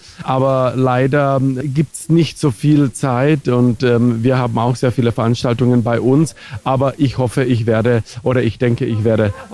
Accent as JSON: {"language": "German", "country": "Czechia"}